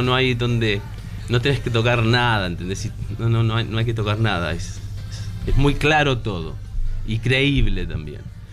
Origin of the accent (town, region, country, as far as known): Argentina; accent: Argentine; now in Asunción, Paraguay